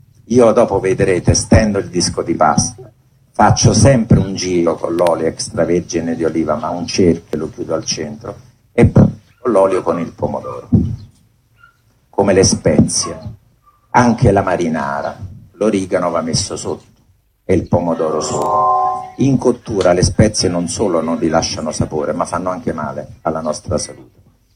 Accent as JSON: {"language": "Italian", "town": "Naples", "region": "Campania", "country": "Italy", "said": "io non sono italiano, io sono napoletano, lo dico sempre"}